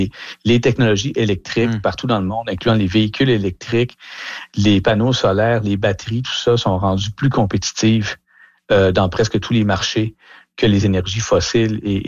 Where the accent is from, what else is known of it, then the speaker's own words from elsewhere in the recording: Canada; Aux États-Unis, mais aussi chez nous au Canada, hein